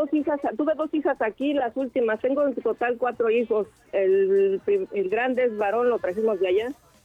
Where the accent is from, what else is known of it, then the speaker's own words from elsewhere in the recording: Ciudad Nezahualcóyotl, State of Mexico, Mexico; moved away as an adult; now in United States; Soy originaria de Ciudad Nezahualcóyotl.